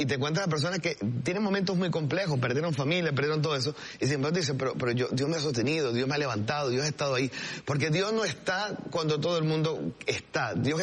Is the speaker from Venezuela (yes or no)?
yes; Venezuela; en este momento que hemos vivido como venezolanos